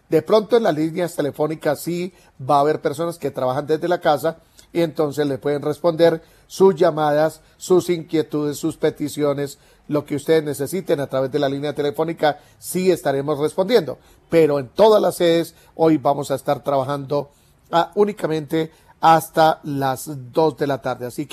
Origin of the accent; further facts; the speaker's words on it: Colombia; somos colombianos